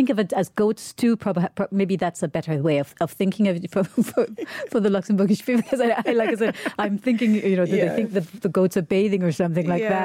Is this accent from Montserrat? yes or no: yes; Montserrat; moved away; So I'm Montserratian, but I'm from the Caribbean.